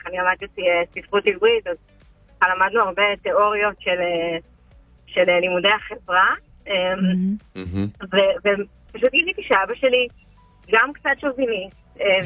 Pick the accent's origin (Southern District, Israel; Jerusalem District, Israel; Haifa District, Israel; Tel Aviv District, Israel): Southern District, Israel; לא, הוא לא היה בקפלן, אנחנו קיבוצניקים מהנגב, זה רחוק לו.